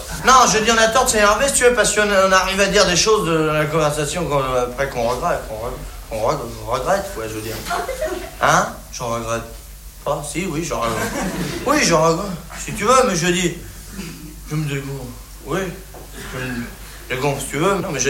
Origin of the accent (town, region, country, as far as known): France